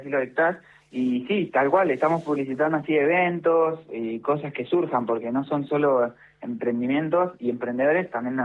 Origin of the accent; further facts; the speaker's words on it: Ingeniero Jacobacci, Río Negro, Argentina; Yo soy de Jacobacci, pero por una elección de mis viejos que eligieron venirse, siendo acá, se fueron a estudiar afuera y eligieron venirse.